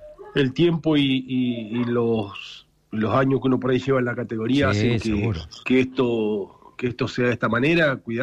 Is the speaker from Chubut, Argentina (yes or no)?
yes; Gobernador Costa, Chubut, Argentina; la gente de Gobernador Costa, de mi pueblo.